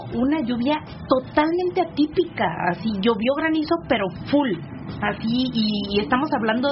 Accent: La Barca, Jalisco, Mexico; born there; now in Guadalajara, Mexico; mi pueblo, en La Barca

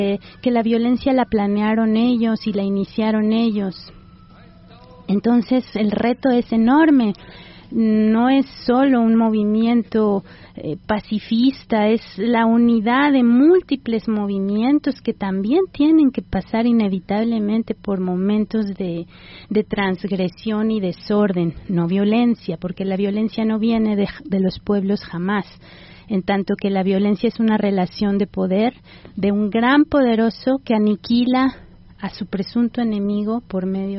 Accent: Mexico; ni en México como mexicanos

